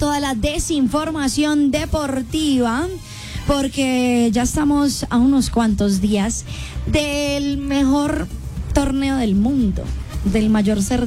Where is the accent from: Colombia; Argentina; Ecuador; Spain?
Colombia; uno como colombiano, pues uno tiene su fe